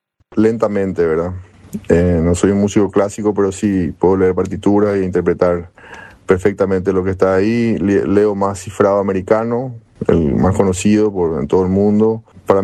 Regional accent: Asunción, Paraguay; born there; Nací en Asunción, en el Mercado 4, en el Hospital Adventista.

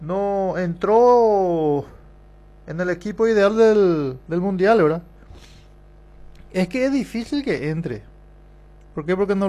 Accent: Paraguay; Por lo menos representarnos como paraguayo al fútbol europeo

